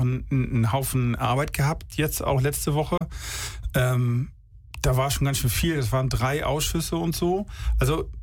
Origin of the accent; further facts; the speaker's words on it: Ostrohe, Schleswig-Holstein, Germany; ging bei uns in meinem Heimatdorf rum, ich sag nicht welches Heimatdorf, aber es ist Ostrohe